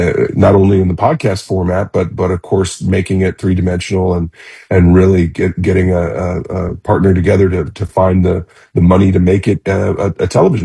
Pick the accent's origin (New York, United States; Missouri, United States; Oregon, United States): Missouri, United States; St. Louis; which reminded me very much of growing up in St. Louis in the 70s.